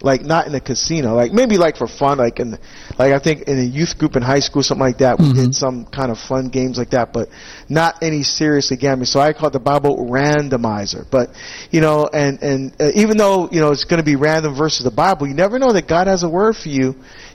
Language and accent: English; New Jersey, United States; New Jersey, my home state